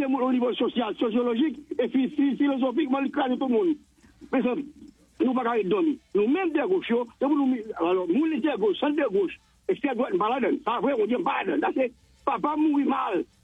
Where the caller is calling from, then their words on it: Haiti; je suis haïtien